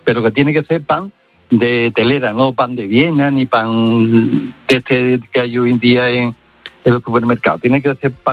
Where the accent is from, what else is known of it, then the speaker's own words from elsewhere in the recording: Morón de la Frontera, Andalusia, Spain; El plato, bueno, yo soy paisano de Naranjo, soy de Morón de la Frontera.